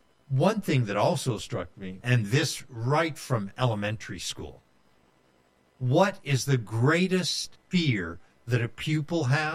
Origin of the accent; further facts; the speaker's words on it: Marshall, Texas, United States; born there; Certainly. I was born in 1950 in Marshall, Texas.